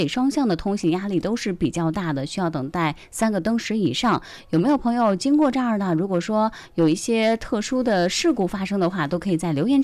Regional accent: China; 我们中国人的这种表达方式，相对来说比较含蓄

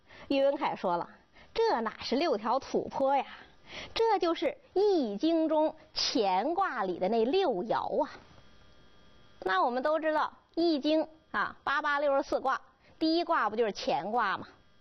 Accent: China; 我们中国人

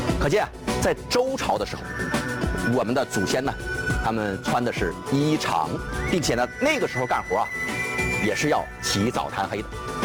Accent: China; 我们中国人

